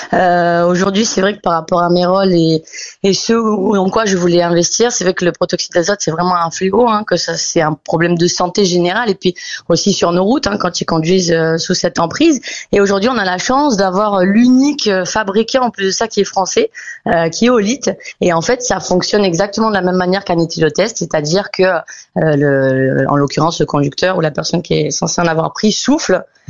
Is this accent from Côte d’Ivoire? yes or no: no; Cannes, Provence-Alpes-Côte d'Azur, France; je suis très contente d'ailleurs que ça soit à Cannes puisque c'est ma ville natale